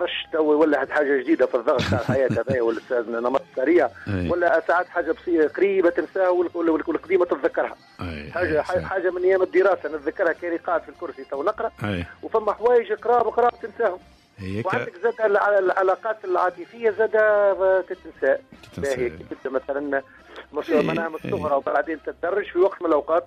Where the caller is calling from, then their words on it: Kalaa Kebira, Sousse Governorate, Tunisia; من القلعة الكبيرة.